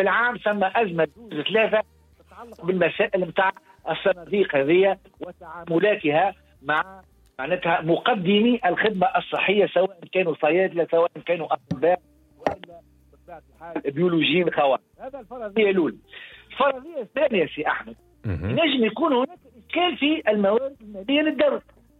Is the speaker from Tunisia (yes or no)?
yes; Tunisia; أنا كمواطن تونسي